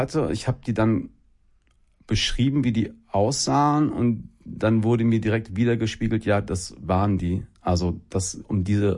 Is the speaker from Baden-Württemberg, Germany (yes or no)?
no; Hesse, Germany; also ich bin im Dorf groß geworden, so. Hab dann in Gießen mein Abi gemacht und danach irgendwie, ja, auch von der Welt noch nicht viel gesehen gehabt